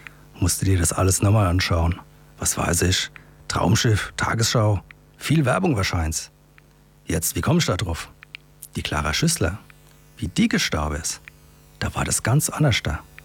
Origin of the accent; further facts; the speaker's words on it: Aschaffenburg, Bavaria, Germany; now in Würzburg, Germany; Also ich komme aus Aschaffenburg, aus der Gegend ursprünglich, da habe ich auch Abitur gemacht in der Gegend. Und zum Studieren kam ich dann nach Würzburg